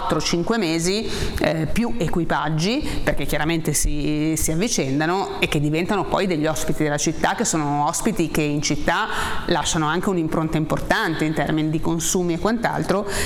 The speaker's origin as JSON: {"language": "Italian", "town": "Genoa", "region": "Liguria", "country": "Italy", "said": "Noi siamo genovesi, insomma, nel periodo del salone"}